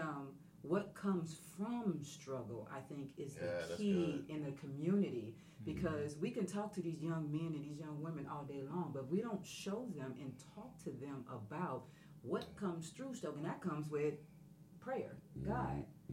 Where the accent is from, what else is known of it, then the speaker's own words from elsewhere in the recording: Chicago, Illinois, United States; moved away; Because I moved down. I'm from Chicago. I moved down here 8 years ago.